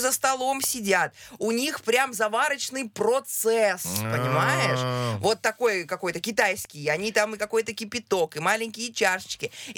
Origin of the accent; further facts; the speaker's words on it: Nefteyugansk, Khanty-Mansi Autonomous Okrug, Russia; Я вспомнила в далекой юности, даже в детстве, наверное, в Нефтеюганске.